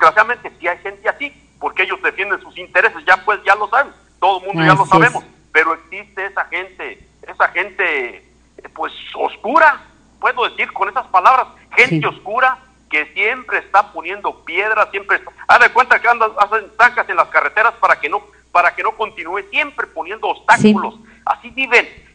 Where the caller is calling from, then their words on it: Mexico; yo no lo puedo entender como mexicano